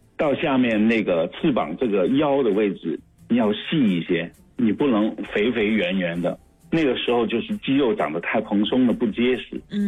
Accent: Guangdong, China; 不要看到譬如说我们广府人去到香港就一看挂在很多餐厅门前那个名档上面的那个白切鸡，就说不行不行，太肥了，没有鸡味儿

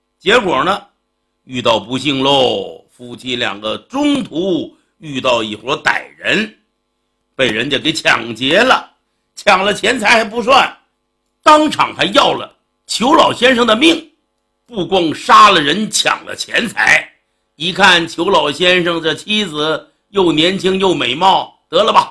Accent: Northeast China, China; 我们东北人都知道

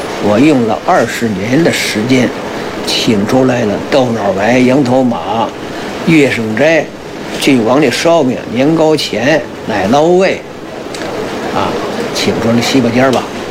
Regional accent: Beijing, China; 我们吃我们的家乡味儿的，就是北京小吃。

